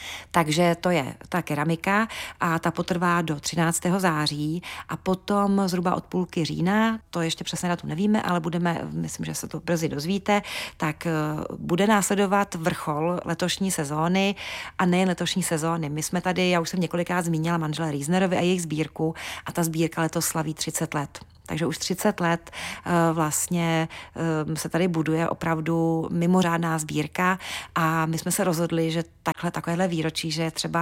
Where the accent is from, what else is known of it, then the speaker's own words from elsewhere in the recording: Prague, Czechia; now in Humpolec, Czechia; i když já třeba osobně jsem Pražák jako poleno, jak se říká, ale Humpolec mi velmi jaksi přirostl prostě k srdci a vlastně trávím tady už mnohem víc času než v Praze